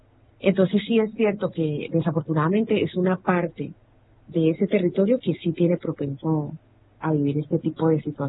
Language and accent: Spanish; Palmira, Valle del Cauca, Colombia; moved away; Yo soy de Palmira. La ciudad de Palmira queda a unos 20 minutos de la capital, que es Cali